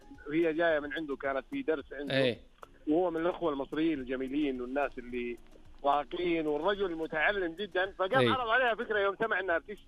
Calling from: Abu Arish, Jazan Province, Saudi Arabia; انا اكلمك طال عمرك تحديدا ابو عريش

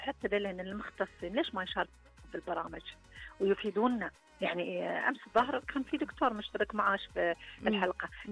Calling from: Saudi Arabia; عندنا في السعودية

